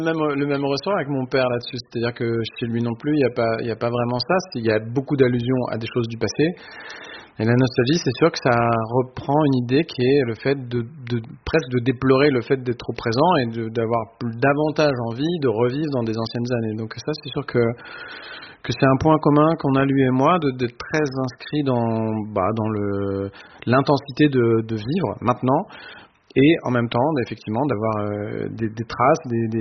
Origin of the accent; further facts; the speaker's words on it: Normandy, France; Après, comme moi je suis normand, je suis un peu ignifugé, par exemple, contre... les ambiances de pluie.